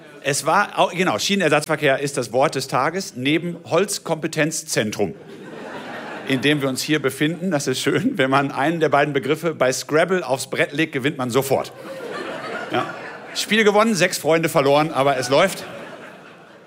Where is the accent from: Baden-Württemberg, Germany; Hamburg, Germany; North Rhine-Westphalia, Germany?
North Rhine-Westphalia, Germany; Haltern am See; Ich komme selbst aus einer kleinen Stadt, deswegen gefällt es mir hier gut. Ich fühle mich zu Hause hier. Ich komme aus Haltern am See